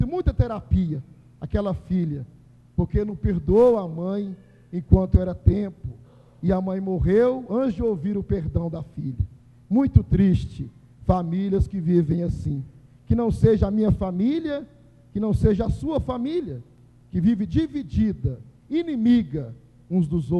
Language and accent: Portuguese; Santos Dumont, Minas Gerais, Brazil; lá em Santos Dumont, na minha cidade, onde eu cresci.